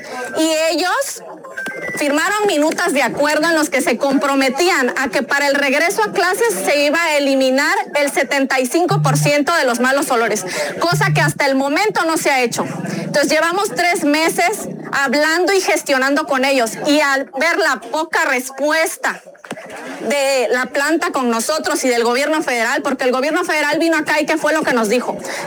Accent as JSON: {"language": "Spanish", "town": "Metapa de Domínguez", "region": "Chiapas", "country": "Mexico", "said": "soy ciudadana de Metapa, de Domínguez."}